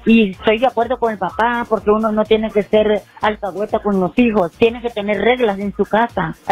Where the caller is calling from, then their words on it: Los Angeles, California, United States; de Los Ángeles.